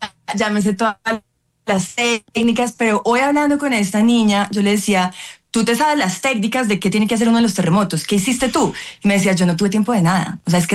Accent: Colombia; que como colombianos los ayudemos.

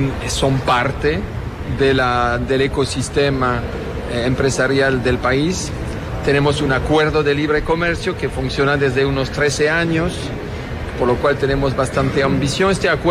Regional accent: southern France, France; Spanish is a second language; moved away as an adult; also born or lived in Latin America; now in Colombia; Yo soy del sur de Francia, no tan lejos de España, de hecho. Pasaba parte de mis vacaciones en la frontera haciendo montañismo en los Pirineos, que son estas pequeñas montañas, claro, que nos unen entre España y Francia, y viví como 16, 17 años en América Latina.

